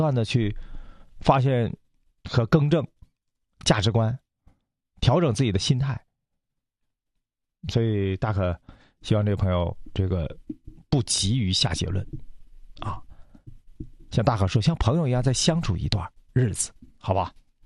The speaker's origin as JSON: {"language": "Chinese", "country": "China"}